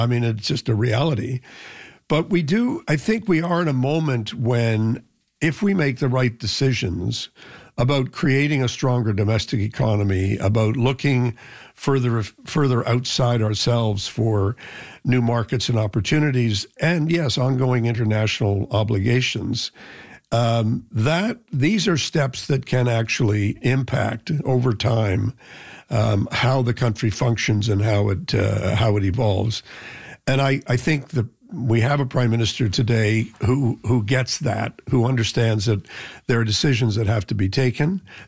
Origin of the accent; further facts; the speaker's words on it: Canada; we, you know, we are the Canadian people and we have the power to do whatever we want to do.